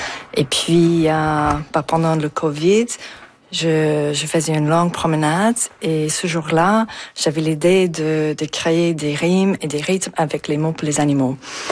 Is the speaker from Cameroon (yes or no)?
no; Comox, British Columbia, Canada; Et je viens de Comox et je suis autrice et professeure de langue.